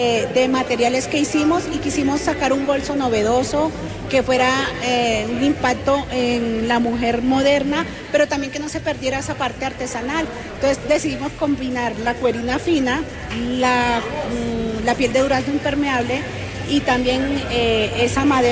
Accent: Sincelejo, Sucre, Colombia; born there; Yo nací en Sincelejo, Sucre, pero soy cundiboyacense de corazón.

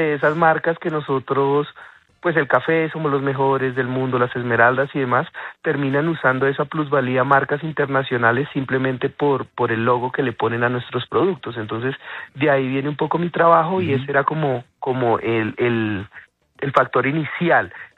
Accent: Guaviare, Colombia; yo vengo del Guaviare

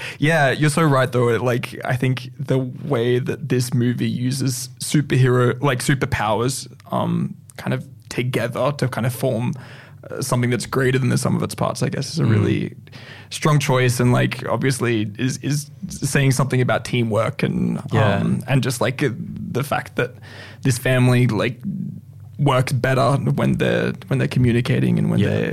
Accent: Wangaratta, Victoria, Australia; my hometown in Wangaratta

